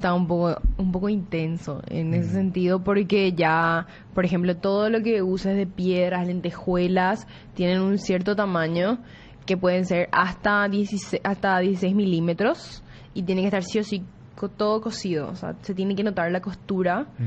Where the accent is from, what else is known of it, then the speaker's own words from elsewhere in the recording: Paraguay; para mí, que soy paraguaya